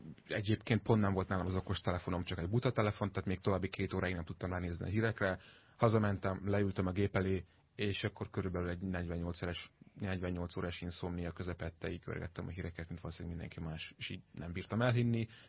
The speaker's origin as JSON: {"language": "Hungarian", "town": "Debrecen", "region": "Hajdú-Bihar", "country": "Hungary", "tie": "born there", "said": "Képzeld el, hogy egyébként Debrecenben, ahol én születtem és ahol elkezdtem még korongozni"}